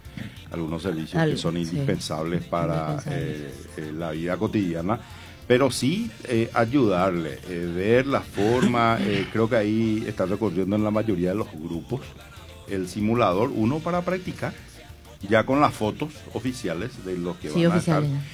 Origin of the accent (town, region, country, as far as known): Paraguay